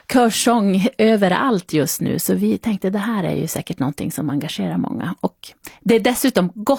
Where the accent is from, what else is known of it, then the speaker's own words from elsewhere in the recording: Arvidsjaur, Norrbotten County, Sweden; jag är från Arvidsjaur.